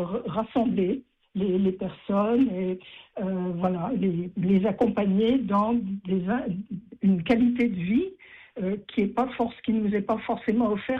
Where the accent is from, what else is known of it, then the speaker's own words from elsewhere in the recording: Lyon, Auvergne-Rhône-Alpes, France; now in Dieulefit, France; je suis lyonnaise d'origine.